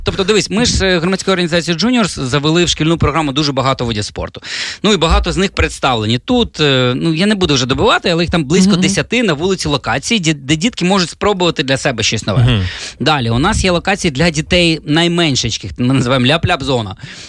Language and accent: Ukrainian; Khmelnytskyi, Khmelnytskyi Oblast, Ukraine; Мій рідний Хмельницький